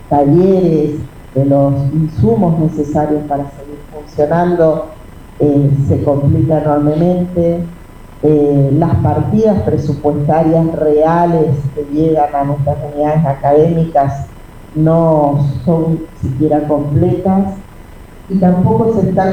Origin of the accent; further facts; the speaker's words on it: Oberá, Misiones, Argentina; Los que vivimos en Uberá, los que somos de Uberá, los que estamos en Uberá